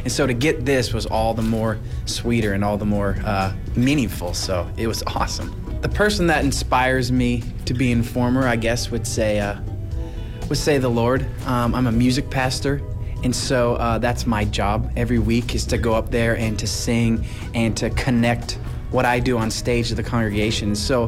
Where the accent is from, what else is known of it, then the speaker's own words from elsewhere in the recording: Tipp City, Ohio, United States; I'm from Tip City, Ohio.